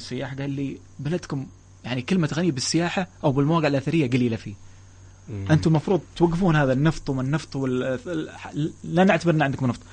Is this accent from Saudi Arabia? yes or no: yes; Saudi Arabia; also born or lived in Malaysia; نعم أنا طبعا تربيت في السعودية